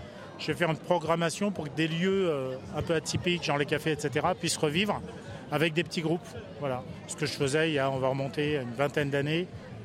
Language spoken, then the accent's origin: French; Senegal; born there; Donc moi, je suis né au Sénégal. J'y pars pour retrouver un peu les sources la semaine prochaine, le 11 juin, pour rencontrer des Sénégalais aussi, le quartier où je suis né.